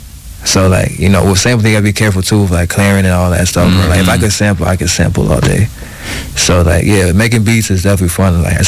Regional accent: Minnesota, United States; because I come from Minnesota. I come from the cold, you know. Like we got to hustle in the cold.

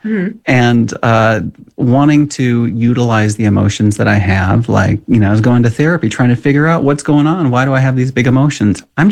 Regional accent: Watertown, Minnesota, United States; born or raised there

